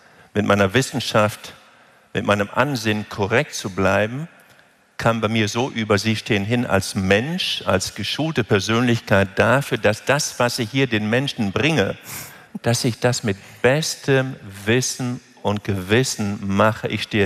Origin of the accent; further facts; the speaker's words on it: Lower Saxony, Germany; born there